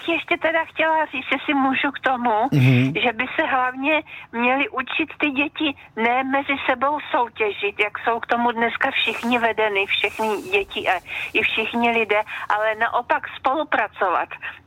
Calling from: Trutnov, Hradec Králové Region, Czechia; z Trutnova.

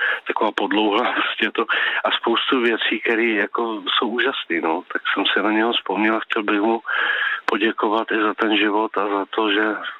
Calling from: Prague, Czechia; my jsme z Prahy teda

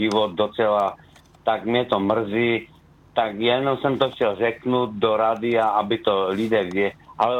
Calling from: Skotnice, Moravian-Silesian Region, Czechia; Že jsem ze Skotnice, ale … z Bystrého.

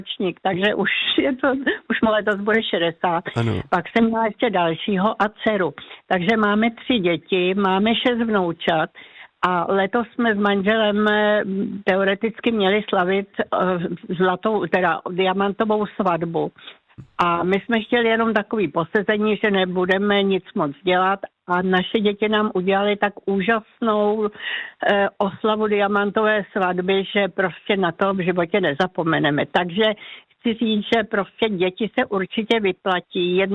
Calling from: Prague, Czechia; já jsem sice z Prahy, ale celé léto jsme tady v severních Čechách na chalupě

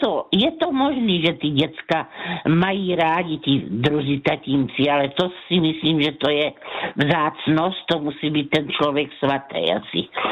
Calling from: Brno, South Moravian Region, Czechia

